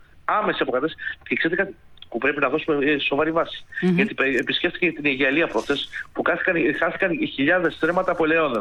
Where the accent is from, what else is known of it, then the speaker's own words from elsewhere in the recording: Attica, Greece; Τυχαίνει, όπως γνωρίζετε, είμαι από την Ανατολική Αττική και ειδικότερα από αυτό το κομμάτι της Ανατολικής Αττικής